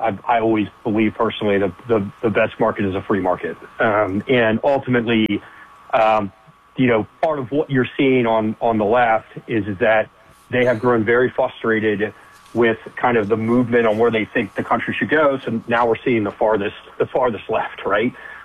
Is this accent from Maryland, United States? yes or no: yes; Maryland, United States; I grew up right outside in Maryland, and then when I was on the Hill as chief of staff, I lived in Navy Yard